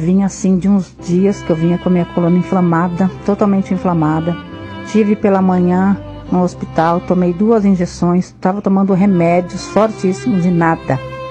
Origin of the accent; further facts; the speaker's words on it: São Paulo, Brazil; A paz do Senhor … eu sou aqui do ABC.